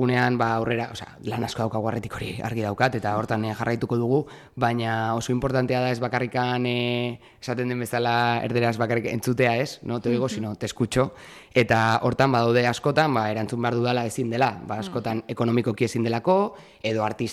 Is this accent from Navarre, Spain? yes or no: no; Irun, Basque Country, Spain; Begira, baina Irundarra naiz